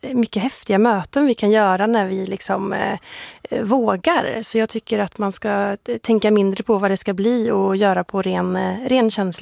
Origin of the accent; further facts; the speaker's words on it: Värmland, Sweden; in kören och hitta saker som kommer från min liksom, musikaliska bakgrund och från musikkulturen hemma i Värmland